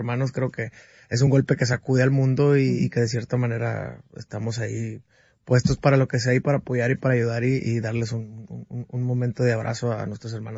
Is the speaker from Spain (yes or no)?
no; Mexico